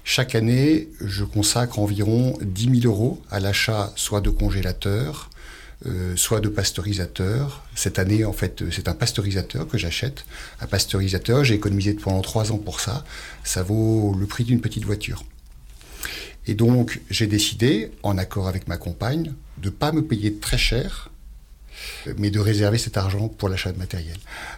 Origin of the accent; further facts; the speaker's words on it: Brittany, France; c'est parce que ça représente l'Ardèche, qui est le pays de la châtaigne, et le caramel, parce que je viens de Bretagne.